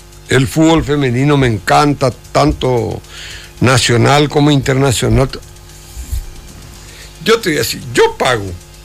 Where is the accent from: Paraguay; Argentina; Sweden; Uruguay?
Paraguay; como cualquier paraguayo que tiene este servicio.